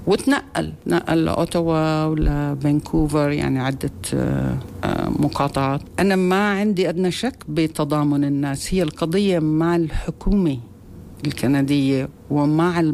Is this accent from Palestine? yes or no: yes; Palestine; now in Canada; أنا فلسطينية